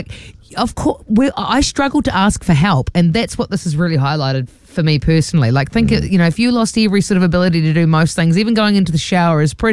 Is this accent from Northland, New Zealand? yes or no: yes; Dargaville, Northland, New Zealand; There'll be Kumaras. I'm from Dargaville.